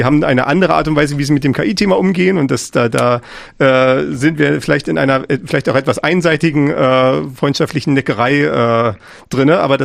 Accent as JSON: {"language": "German", "region": "East Germany", "country": "Germany", "said": "Wir sind auf jeden Fall in Ostdeutschland beheimatet."}